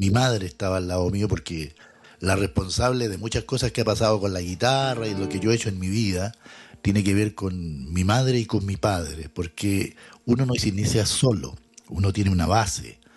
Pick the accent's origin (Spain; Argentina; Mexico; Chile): Chile; Linares, Maule; yo soy de Linares